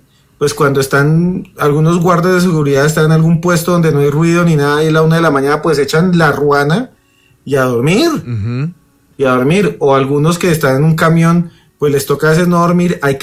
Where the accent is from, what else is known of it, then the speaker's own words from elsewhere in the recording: Charalá, Santander, Colombia; Yo una vez en Charalá, Santander, pueblo de donde soy originaria, mi familia, en unas ferias